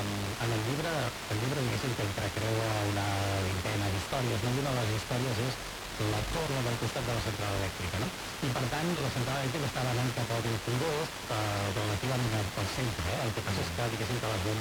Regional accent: Granollers, Catalonia, Spain; jo soc de Granollers.

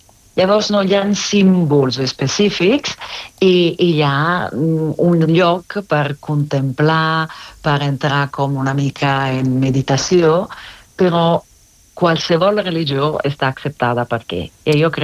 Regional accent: Italy; Catalan is a second language; moved away; sóc italiana

